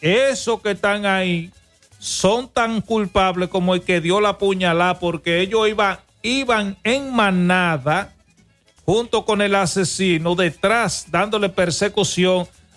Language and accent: Spanish; Dominican Republic